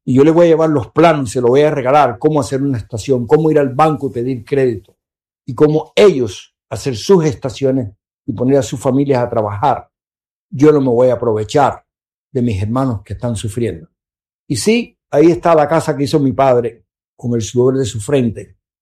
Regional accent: Cuba; moved away

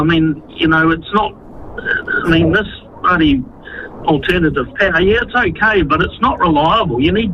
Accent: New Plymouth, Taranaki, New Zealand; moved away; I'm from New Plymouth originally

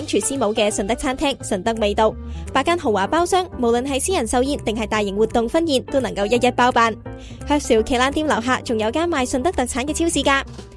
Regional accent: Hong Kong; now in Australia; 我作为香港人

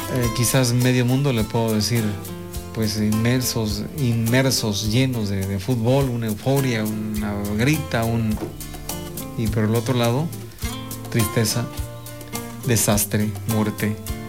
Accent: Mexico; si somos mexicanos, somos hermanos

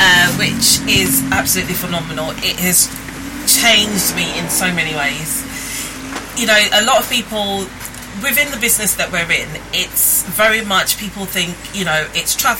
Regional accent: Ghana; which is my middle name, which is actually … because I'm Ghanaian.

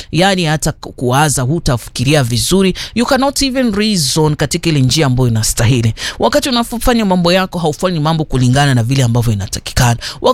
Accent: Tana River County, Kenya; kule upokomoni tunasema yani unabauka bauka

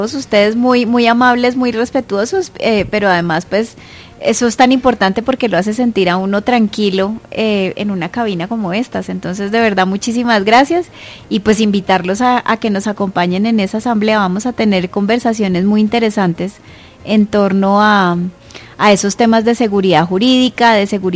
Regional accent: Ibagué, Tolima, Colombia; born there; Yo soy tolimense, yo nací en Ibagué.

